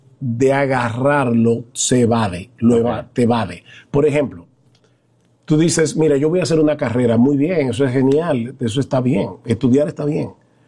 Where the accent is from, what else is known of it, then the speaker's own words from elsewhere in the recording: San Juan de la Maguana, San Juan, Dominican Republic; moved away; cuando yo vivía en mi pueblo, San Juan de la Maguana, que había una época del año que tú te levantabas por la mañana y había mucho vapor, mucha niebla, porque era muy húmedo.